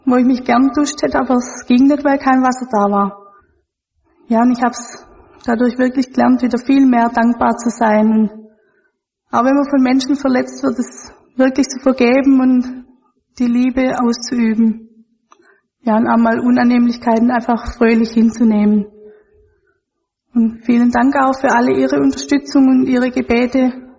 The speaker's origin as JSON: {"language": "German", "country": "Germany", "said": "fällt es mir wieder ganz deutlich auf, wie gut es uns Deutschen wirklich geht."}